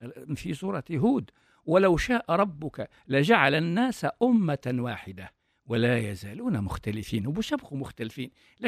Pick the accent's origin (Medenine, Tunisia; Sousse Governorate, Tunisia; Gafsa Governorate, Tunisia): Gafsa Governorate, Tunisia; في مجتمعنا، في حومتنا، في بلادنا، في قفصة، في أطراف قفصة